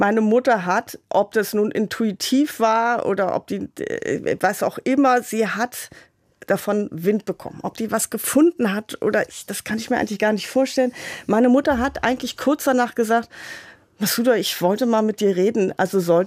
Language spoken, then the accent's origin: German; Hamburg, Germany; Ich bin aus Hamburg.